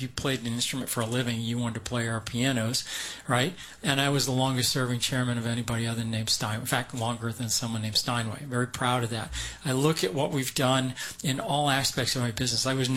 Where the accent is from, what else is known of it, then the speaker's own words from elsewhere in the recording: Maine, United States; now in Fresno, United States; I grew up in Maine.